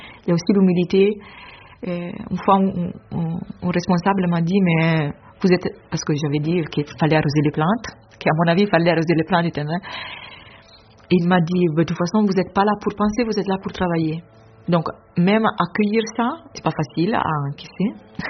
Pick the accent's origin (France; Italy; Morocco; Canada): Italy; French is a second language; moved away